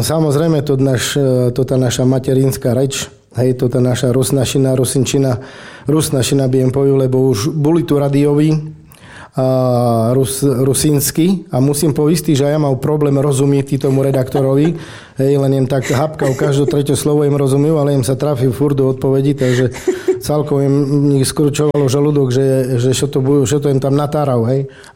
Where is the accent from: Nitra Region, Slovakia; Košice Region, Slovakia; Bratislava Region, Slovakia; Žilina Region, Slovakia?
Košice Region, Slovakia; Pača